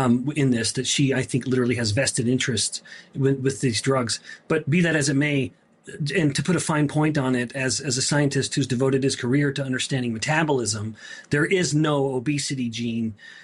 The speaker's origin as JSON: {"language": "English", "country": "Canada", "said": "as a Canadian boy"}